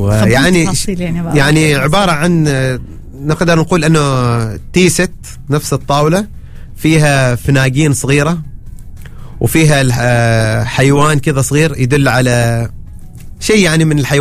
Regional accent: Oman; عندنا في عمان.

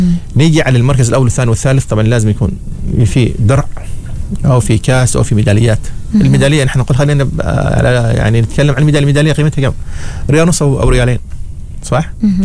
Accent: Oman; نحن عندنا في عمان

